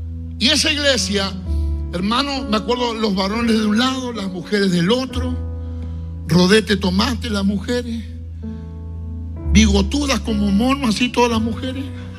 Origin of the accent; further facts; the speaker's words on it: Argentina; En medio de una crisis en mi país, la crisis más dura que ha vivido Argentina